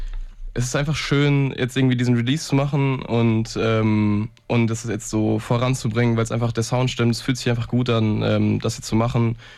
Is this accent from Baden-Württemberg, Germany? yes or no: no; Paderborn, North Rhine-Westphalia, Germany; ich bin 23. Ich komme aus Paderborn